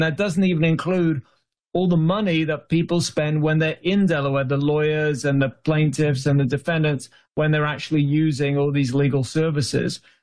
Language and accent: English; United Kingdom; now in United States; as a Brit, you know, I'm kind of fed up of talking about Brexit